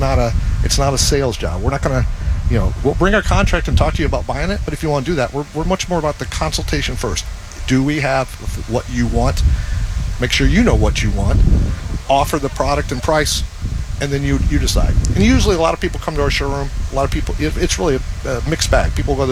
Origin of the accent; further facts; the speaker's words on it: Illinois, United States; now in Cincinnati, United States; I moved here like 30 years ago. I'm from Illinois.